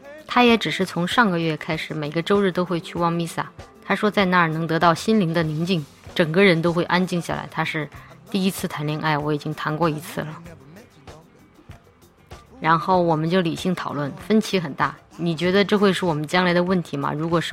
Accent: Chongqing, China; 在我们重庆话里面有一句话叫做换教还脚

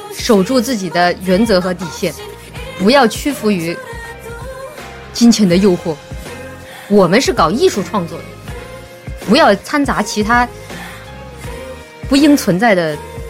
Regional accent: Chongqing, China; 我可是来自重庆的呀。

